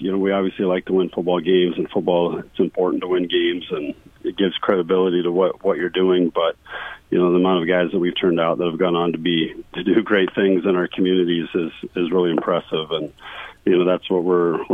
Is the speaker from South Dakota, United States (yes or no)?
yes; Harrisburg, South Dakota, United States; moved away as an adult; also born or lived in Fargo / Kansas City / Pierre; now in Sioux Falls, United States; I grew up in Harrisburg, and then after I got married, you know, went around, went to a lot of different schools, and I got to coach up in Fargo, Kansas City, and then in Pierre before coming to O'Gorman